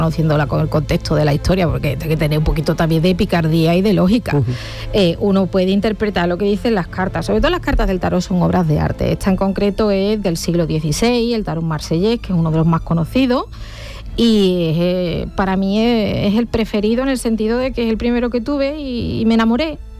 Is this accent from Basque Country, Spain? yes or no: no; Santa Ana la Real, Andalusia, Spain; moved away; Santana la Real, en la provincia de Huelva, está entre Alájar y Almonaster. Somos censados, bueno, ya no, yo ya no, 540